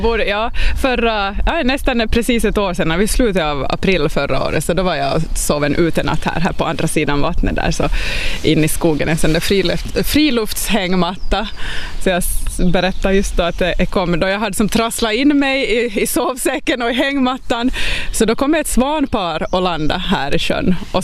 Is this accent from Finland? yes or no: yes; Pedersöre, Ostrobothnia, Finland; now in Maxmo, Finland; Jag är uppväxt förstås i Esse och med skogen runt, så det kan jag märka, det märkte jag faktiskt fundera en del kring när vi flyttade till Maxmo, att då är ju som vattnet och havet nära, och det har jag ju inte växt upp med.